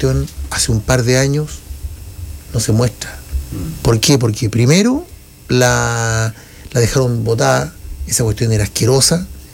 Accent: La Serena, Coquimbo, Chile; yo me acuerdo cuando era chico en La Serena

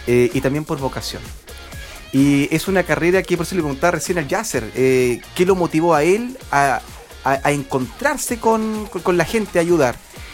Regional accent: La Serena, Coquimbo, Chile; Nuestra ciudad de La Serena

